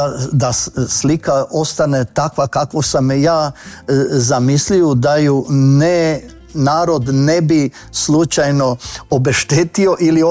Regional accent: Novo Virje, Koprivnica-Križevci County, Croatia; Ja sam u Novom Virju, u mojem rodnom mjestu, naslikao prvu sliku Svetog Josipa

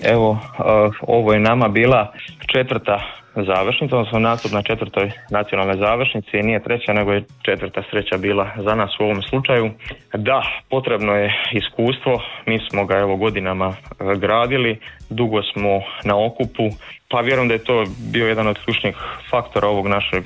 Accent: Požega, Požega-Slavonia County, Croatia; mi kao Slavonci pokazali kao odlični domaćini, naša Požeška biskupija

